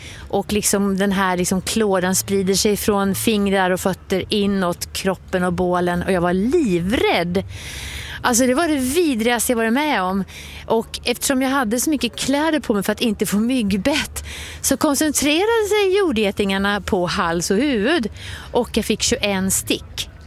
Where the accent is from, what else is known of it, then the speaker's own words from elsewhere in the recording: Mortorp, Kalmar County, Sweden; hemma i Mortorp.